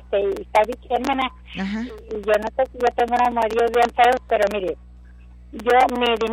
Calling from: Mercedes, Texas, United States; De aquí, de Mercedes, hermana.

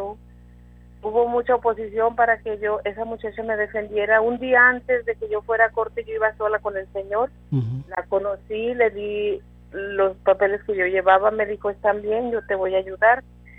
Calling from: Seminole, Texas, United States; De aquí, de Seminole, Texas.

